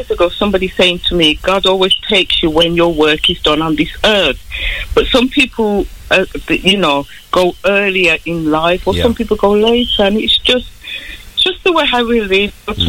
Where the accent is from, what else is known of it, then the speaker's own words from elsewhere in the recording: England, United Kingdom; born there; I was born in England, but I don't think it agrees with me as I'm getting older.